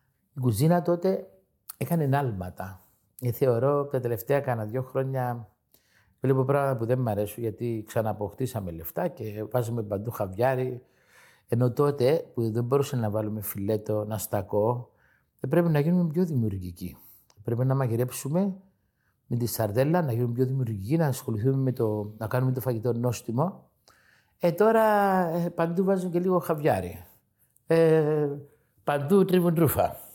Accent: Greece

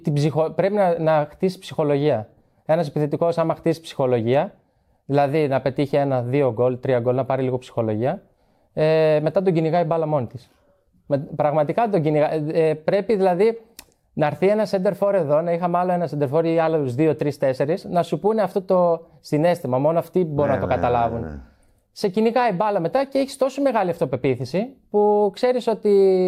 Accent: Trikala, Greece; Στο χωριό μου είχαμε μια ομάδα έτσι παιδικό.

